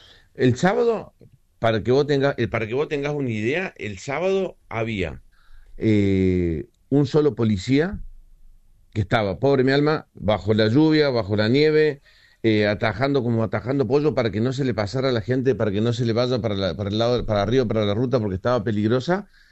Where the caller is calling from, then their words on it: Córdoba, Argentina; yo hace 31 años que estoy en las altas cumbres.